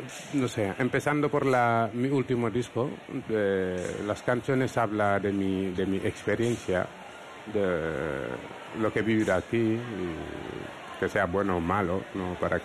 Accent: Senegal; moved away as an adult; now in Spain; lo que traigo de Senegal, lo sé, mi cultura y eso

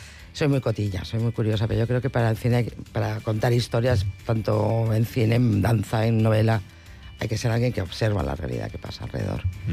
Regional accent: Basque Country, Spain; moved away as an adult; now in Madrid, Spain; con 19 años porque era de un caserío. Y claro, en Madrid yo estaba todo el rato reivindicando que yo soy del País Vasco, ¿qué pasa aquí, no?

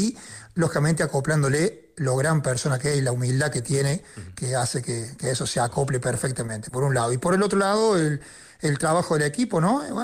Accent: Argentina; moved away; como soy argentino, disfruté, grité

